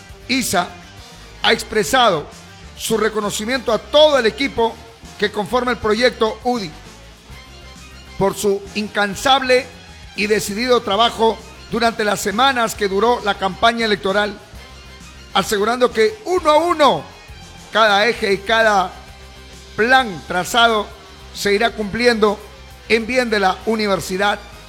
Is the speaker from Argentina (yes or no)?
no; Peru; Soy peruano y toda mi formación ha sido en instituciones públicas del Perú.